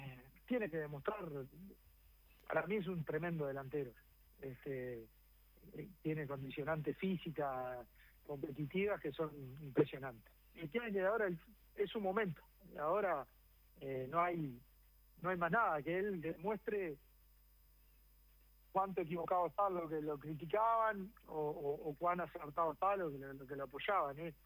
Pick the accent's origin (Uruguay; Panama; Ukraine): Uruguay; Los uruguayos somos así, ¿verdad?